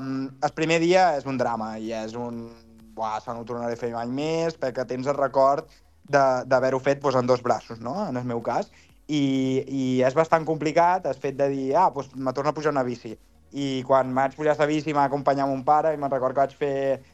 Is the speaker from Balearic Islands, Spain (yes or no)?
yes; Menorca, Balearic Islands, Spain; Vaig tornar a Menorca i a partir d'aquí, pues, de la meva illa i de casa meva, pues, he recuperat aquesta força